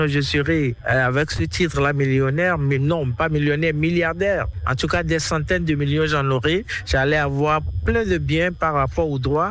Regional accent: Benin; now in Côte d'Ivoire; Je suis à mon 8e album. Je réside en Côte d'Ivoire. Je suis béninoise, d'origine ivoirienne par alliance.

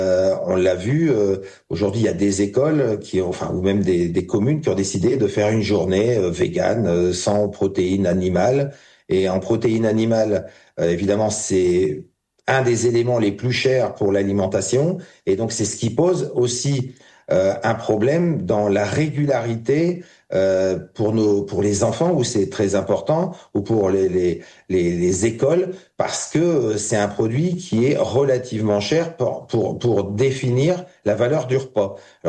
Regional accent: Hauts-de-France, France; Moi, je suis de la Somme.

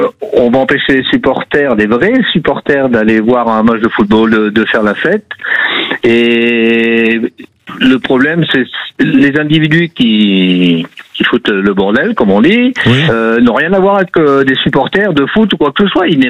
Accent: Hauts-de-France, France; now in Clermont-Ferrand, France; je suis originaire du Nord, donc je connais bien Lens, Lille, tout ça.

